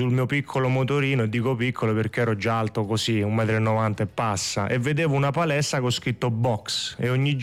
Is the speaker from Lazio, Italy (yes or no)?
yes; Rome, Lazio, Italy; now in United States; Per la mia stazza, perché vengo da Roma, sai, pugili italiani di Roma, sono l'unico all'estero, in America